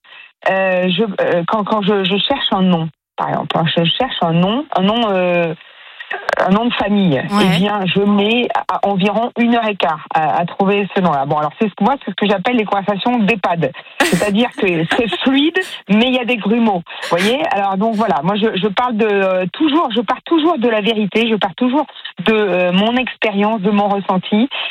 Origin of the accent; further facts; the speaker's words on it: Toulon, Provence-Alpes-Côte d'Azur, France; Moi je viens de Toulon, vous voyez, donc je suis aussi une provinciale indécrottable